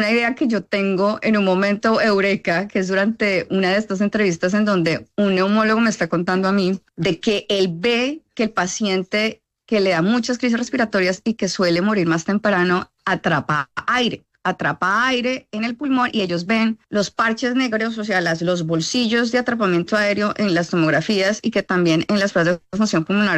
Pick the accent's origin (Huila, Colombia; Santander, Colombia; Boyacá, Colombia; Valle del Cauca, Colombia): Huila, Colombia; Neiva; otro colombiano, yo soy de Neiva, huilense